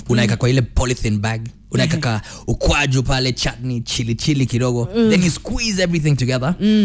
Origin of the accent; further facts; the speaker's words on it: Mombasa County, Kenya; now in Nairobi, Kenya; I grew up in Mombasa.